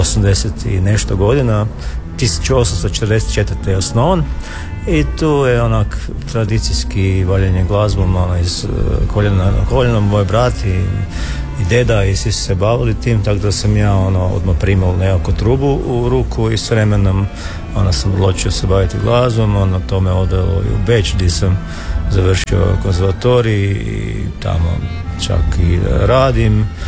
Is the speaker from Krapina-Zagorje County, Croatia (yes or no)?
yes; Ciglenica Zagorska, Krapina-Zagorje County, Croatia; moved away as an adult; now in Vienna, Austria; ja dolazim iz Zagora, iz Ciglenice Zagorske